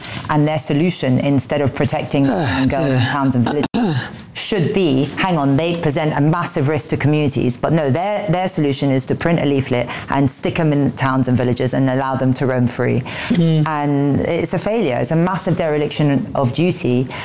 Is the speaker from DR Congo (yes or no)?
no; Egypt; So I'm from Egypt.